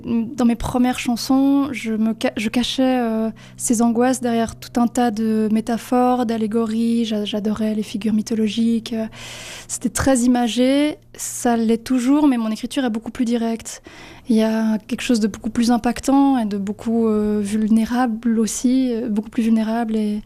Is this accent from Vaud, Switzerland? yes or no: no; Valais, Switzerland; j'ai grandi, je vis en Valais, j'adore être en montagne.